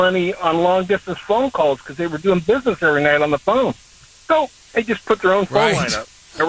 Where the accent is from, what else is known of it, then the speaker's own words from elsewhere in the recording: Esparto, California, United States; I remember because we were in Esparto, so we were Stillwell 73317.